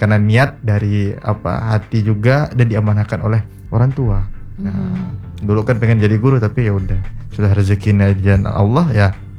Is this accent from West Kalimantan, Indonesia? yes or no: yes; Sintang, West Kalimantan, Indonesia; saya, Kak, karena berasal dari Sintang lah ya. Karena Sintang ini kan, bahkan wilayah Kalimantan Barat ini, Sintang termasuk regional 3T.